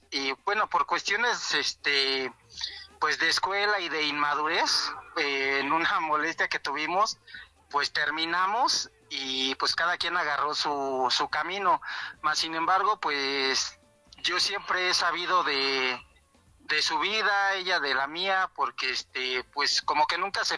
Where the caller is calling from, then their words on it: Ixtapaluca, State of Mexico, Mexico; te llamamos de aquí del Estado de México, del municipio de Iztapaluca.